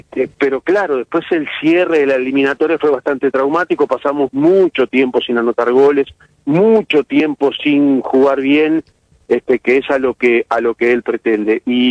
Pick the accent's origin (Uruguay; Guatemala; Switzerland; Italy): Uruguay; Nosotros los uruguayos somos muy especiales en eso, somos muy de lo nuestro